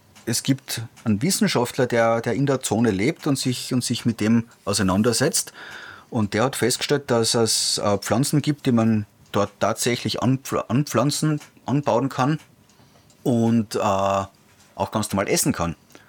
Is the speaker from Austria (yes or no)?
yes; Austria